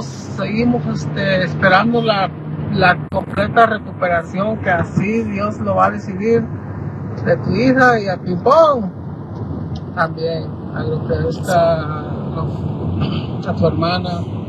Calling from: Stockton, California, United States

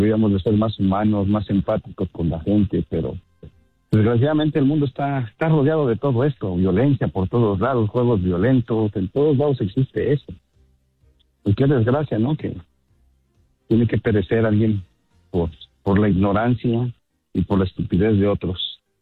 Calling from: Vero Beach, Florida, United States; yo soy … de aquí de la Florida, exactamente de Vero Beach

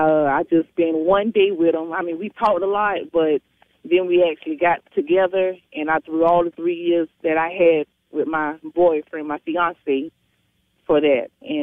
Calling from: Barnwell, South Carolina, United States; I'm calling from Barnwell, South Carolina.

